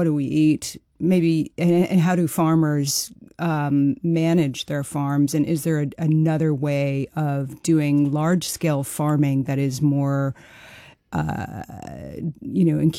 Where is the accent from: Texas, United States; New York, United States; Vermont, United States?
Vermont, United States; I grew up in Vermont, a rural part of the U.S., where there were lots of local farms.